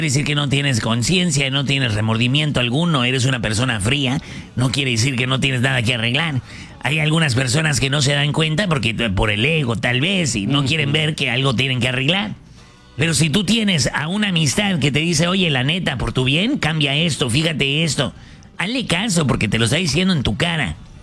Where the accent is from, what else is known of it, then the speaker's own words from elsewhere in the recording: Ciudad Obregón, Sonora, Mexico; Yo soy de Ciudad Obregón